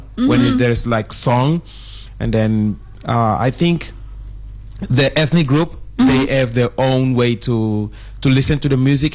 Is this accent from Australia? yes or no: no; Guinea-Bissau; I'm from Balanta.